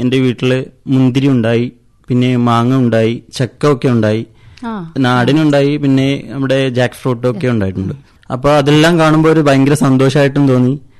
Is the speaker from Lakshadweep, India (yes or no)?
yes; Kavaratti, Lakshadweep, India; ഞാൻ കവരത്തി സ്വദേശിയാണ്.